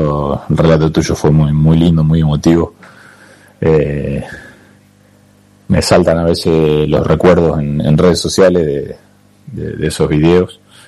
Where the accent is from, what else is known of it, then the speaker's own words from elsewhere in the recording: Ramallo, Buenos Aires Province, Argentina; now in Trenel, Argentina; Me ha tocado dirigir la liga nicoleña en mi zona, de donde soy yo, de Ramallo